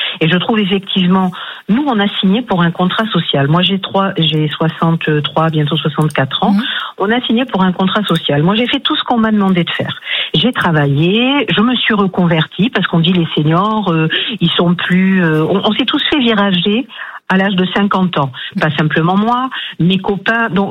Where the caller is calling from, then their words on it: Pau, Nouvelle-Aquitaine, France; De Pau, dans le sud-ouest.